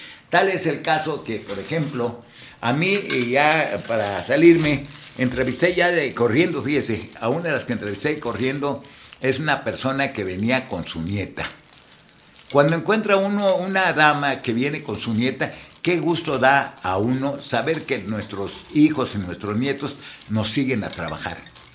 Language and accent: Spanish; Michoacán, Mexico; de aquí, de nuestro Michoacán